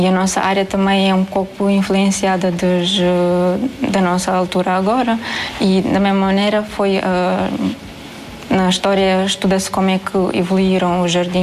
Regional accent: Moldova; now in Portugal; tenho 22 anos, sou da Moldávia e sou aluna do terceiro ano da licenciatura de Arquitetura Paisagista.

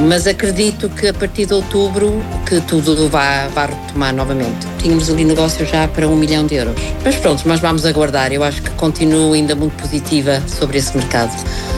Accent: South Africa; moved away as an adult; now in Portugal; Eu sou sul-africana, portanto eu estou em Portugal há 32 anos. Adoro Portugal e considero Portugal a minha casa

